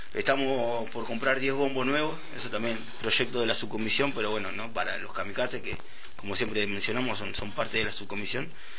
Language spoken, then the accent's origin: Spanish; Quilmes, Buenos Aires Province, Argentina; moved away as an adult; now in Morón, Argentina; Yo soy de La Florida, cerca de 850 y 876, pero bueno, estoy viviendo en Morón hace como 5 años ya. Casi.